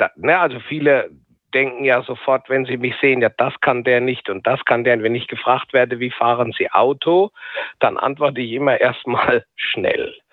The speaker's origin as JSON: {"language": "German", "region": "Rhineland-Palatinate", "country": "Germany", "said": "ich komme aus der Pfalz"}